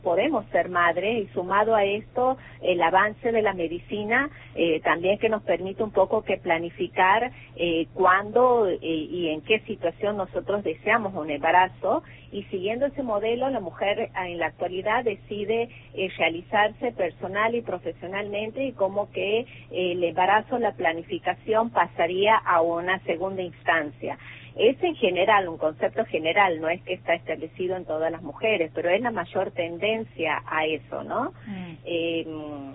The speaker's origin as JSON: {"language": "Spanish", "region": "Santiago del Estero", "country": "Argentina"}